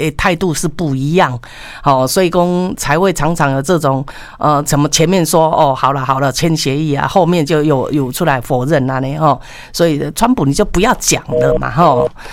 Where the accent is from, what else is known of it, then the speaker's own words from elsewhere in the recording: Taiwan; 我们中国，我们是台湾的